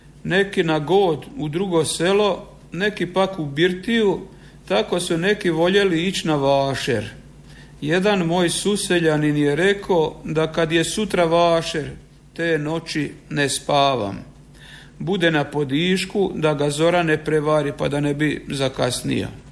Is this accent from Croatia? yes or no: yes; Strizivojna, Osijek-Baranja County, Croatia; Mi iz Strizivojne smo bili orijentirani na Đakovački, Vrpoljački i Andrejevački vašer.